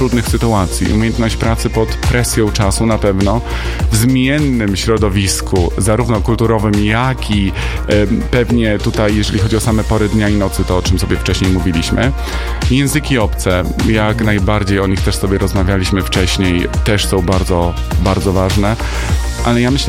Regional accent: Nowy Sącz, Lesser Poland, Poland; Ja powiedziałem, że faktycznie urodziłem się w Nowym Sączu i to moje rodzinne miasto, do którego zawsze z sentymentem wracam.

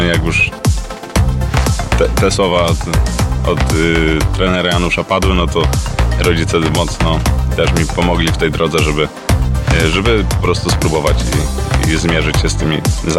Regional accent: Tarnów, Lesser Poland, Poland; Janusz Kowal jest z Tarnowa, ja tak samo jestem z Tarnowa

